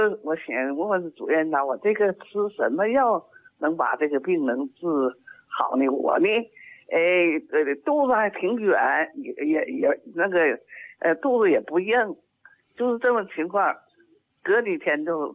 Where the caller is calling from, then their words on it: Shenyang, Liaoning, China; 我今年我是沈阳的，